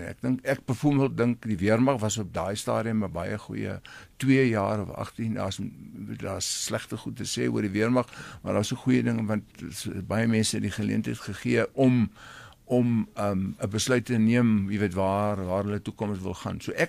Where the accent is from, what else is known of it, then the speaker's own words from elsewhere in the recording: Durbanville, Western Cape, South Africa; moved away as an adult; also born or lived in Mossel Bay / Brandvlei / Caledon / Stellenbosch; toe het hy 'n pos in 1975 in Durbanville se laerskool hoof geword. En ons het toe getrek na 6 maande uit Caledon het ek en my ma en my twee susters en ons het daar gebly, laerskool klaar gemaak, hoërskool gemaak, gematrikuleer.